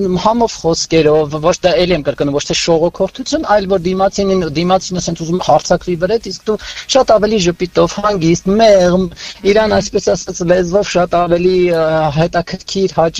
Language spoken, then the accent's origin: Armenian; Yerevan, Armenia; Երևանից եմ